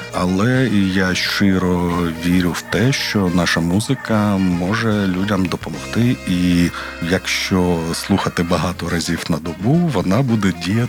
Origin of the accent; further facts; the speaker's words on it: Kryvyi Rih, Dnipropetrovsk Oblast, Ukraine; born there; я, і Олександр, мій співавтор, композитор, ми народилися в Кривому Розі